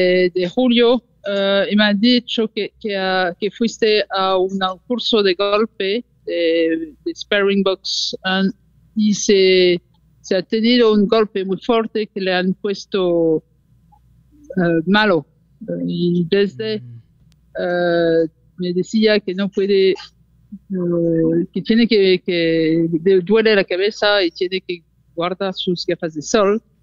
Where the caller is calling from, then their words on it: France; que estoy ahora mismo en Francia